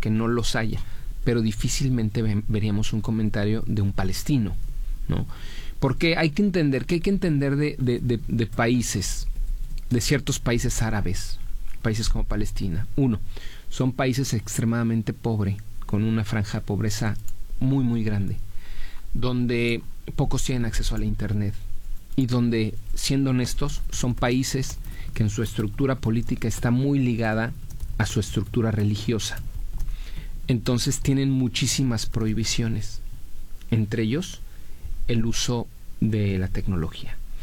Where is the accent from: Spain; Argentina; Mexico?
Mexico; Tenemos libertad de culto para ser mexicanos. Hoy como mexicano, tú puedes leer la Torá, el Talmud.